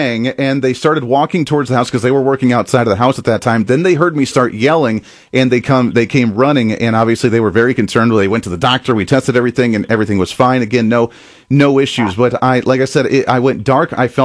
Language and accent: English; Ohio, United States; We had a house fire when I was growing up in Ohio.